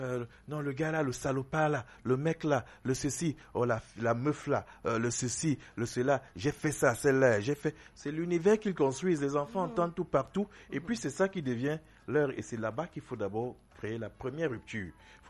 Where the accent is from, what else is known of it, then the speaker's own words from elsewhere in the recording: Cameroon; chez nous au Cameroun